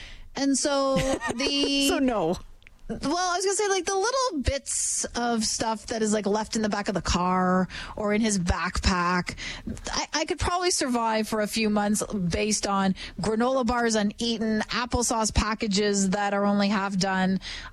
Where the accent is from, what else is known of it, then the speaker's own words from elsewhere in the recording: Ontario, Canada; If you go back in time, I'm from Ontario. I grew up through the infamous ice storm of Eastern Ontario of 1998.